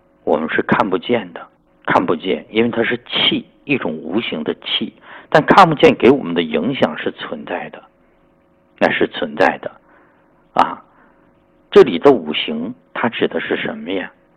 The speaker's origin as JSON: {"language": "Chinese", "region": "Yunnan", "country": "China", "said": "所以做米线的时候，我们云南人里边加什么呢？加辣的东西。"}